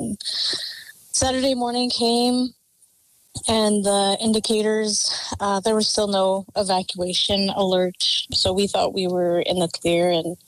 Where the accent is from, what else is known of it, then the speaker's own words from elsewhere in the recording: Penticton, British Columbia, Canada; We're both from large families. I'm originally from Penticton, and my home community is Penticton Indian Band